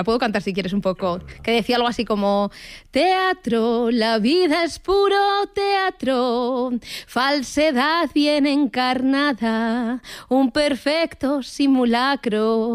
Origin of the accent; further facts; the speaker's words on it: Ciudad Rodrigo, Castile and León, Spain; Soy de Ciudad Rodrigo, de Miróbriga, mirobrigense, Farinata, como me quieras llamar.